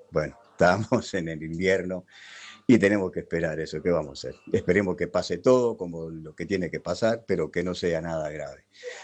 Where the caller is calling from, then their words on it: Fray Marcos, Florida, Uruguay; de Fray Marcos